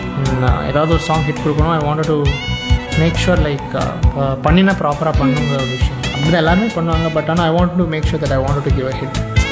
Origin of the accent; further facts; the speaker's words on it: Tirunelveli, Tamil Nadu, India; born there; moved away as an adult; now in Chennai, India; Schooling, when I just did it in Tirunelveli.